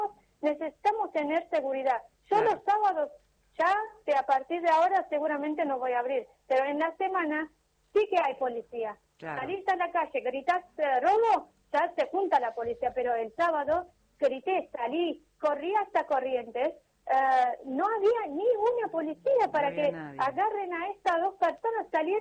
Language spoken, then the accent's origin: Spanish; Armenia; now in Argentina; Yo soy armenia.